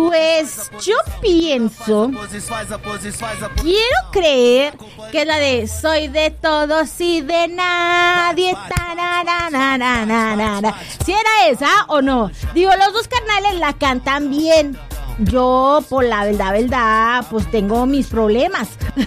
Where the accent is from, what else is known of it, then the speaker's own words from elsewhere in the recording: Mexico; sí soy mexicana también